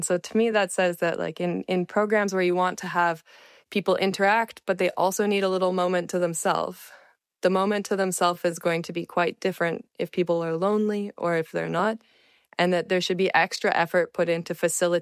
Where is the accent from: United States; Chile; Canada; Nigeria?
Canada; I'm from Canada."